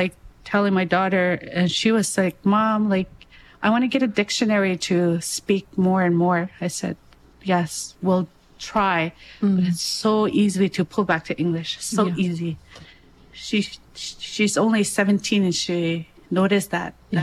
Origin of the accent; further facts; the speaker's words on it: Northwest Territories, Canada; I'm from Dene, like the Dalene Gotine